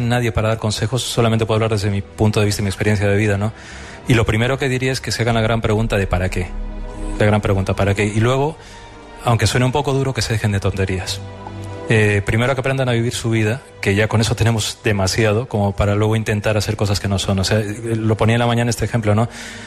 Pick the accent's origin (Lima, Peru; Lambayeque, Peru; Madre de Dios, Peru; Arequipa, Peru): Arequipa, Peru; moved away; Sí, cuando era pequeño, en la casa en Perú